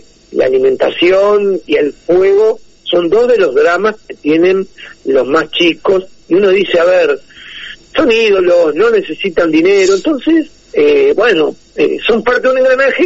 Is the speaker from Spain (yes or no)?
no; Uruguay; como diríamos uruguayos, una cosa es una cosa y otra cosa es otra cosa.